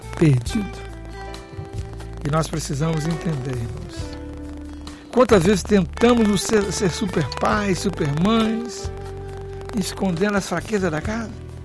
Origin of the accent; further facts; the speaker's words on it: Brazil; Todas as lutas que nós como brasileiros temos vivido